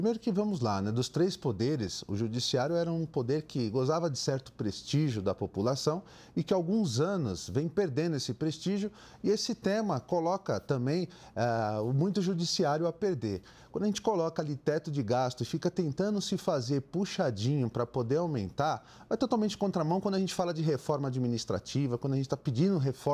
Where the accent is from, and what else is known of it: Brazil